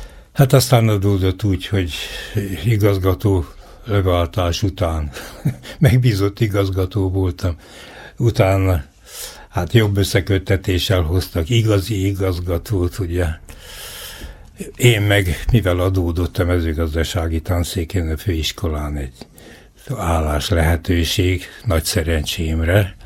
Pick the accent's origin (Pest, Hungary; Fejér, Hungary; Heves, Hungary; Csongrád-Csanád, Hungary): Heves, Hungary; Eger; érdekes dolog, hogy tűzgyökeres egriként a fiam Sopronban, a lányom meg Zalaegerszegen született